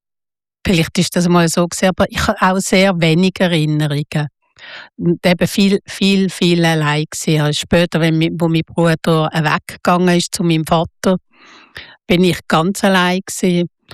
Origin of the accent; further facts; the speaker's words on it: Basel, Basel-Stadt, Switzerland; Das war so eine Jugendhauszeit und ich bin in Basel aufgewachsen, oder?